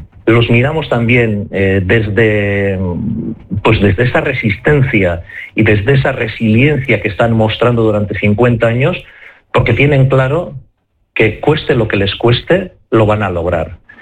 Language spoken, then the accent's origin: Spanish; Basque Country, Spain; decir que vienes del País Vasco abre muchas puertas